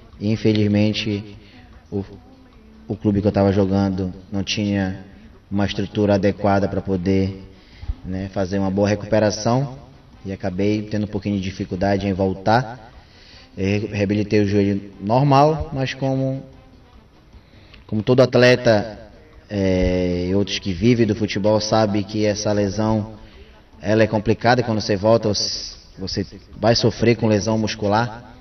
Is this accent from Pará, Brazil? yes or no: yes; Belém, Pará, Brazil; born there; nasci no Guamá, onde todo mundo sabe, não só no Guamá, como em vários bairros considerados periferia, encontra-se com várias dificuldades